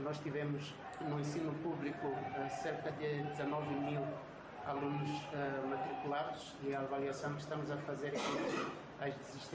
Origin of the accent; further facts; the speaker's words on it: Mozambique; todos nós, como moçambicanos, como cidade de Maputo em particular.